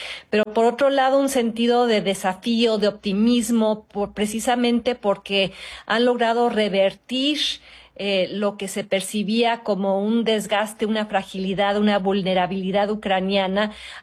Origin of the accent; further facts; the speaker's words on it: Mexico; moved away; aunque esté fuera de México, siempre tengo la mirada y el corazón puesto en mi país.